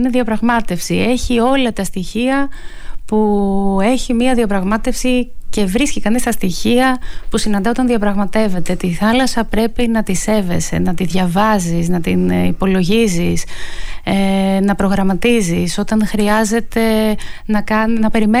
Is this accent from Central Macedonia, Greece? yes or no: yes; Thessaloniki, Central Macedonia, Greece; born there; Γεννήθηκα στη Θεσσαλονίκη, γεννήθηκα λοιπόν δίπλα στη θάλασσα. Τα έχει φέρει έτσι η ζωή μου που είμαι σε μέρη, ζω, εργάζομαι που είναι δίπλα στη θάλασσα.